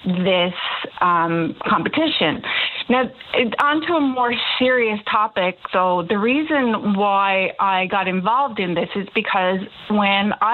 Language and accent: English; Bonavista, Newfoundland and Labrador, Canada; I got the help of my hometown of Bonavista and my entire family on both sides